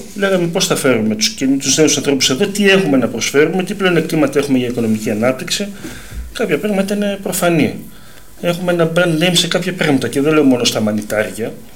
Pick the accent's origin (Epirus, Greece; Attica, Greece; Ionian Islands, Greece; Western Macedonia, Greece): Western Macedonia, Greece; Grevena; Τα Γρεβενά είναι η πατρίδα μου, είναι στην καρδιά μου, ξέρω τα θέματα των Γρεβενών.